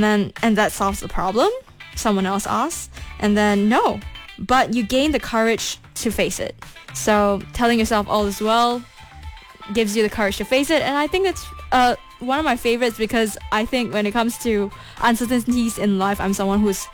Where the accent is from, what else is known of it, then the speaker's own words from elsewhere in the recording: Malaysia; we are Malaysian, right?